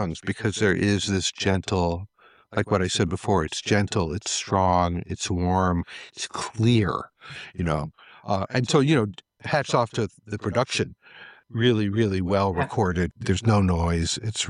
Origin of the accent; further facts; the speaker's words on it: Vermont, United States; I'm from Vermont, so I totally know what you're talking about.